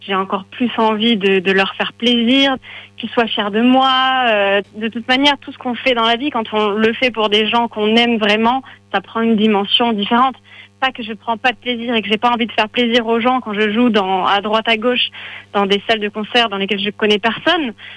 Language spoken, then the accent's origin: French; Toulouse, Occitanie, France; moved away; je suis pas le seul exemple toulousain